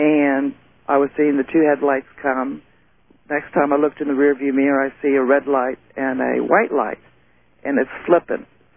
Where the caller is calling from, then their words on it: Texas, United States; from Texas.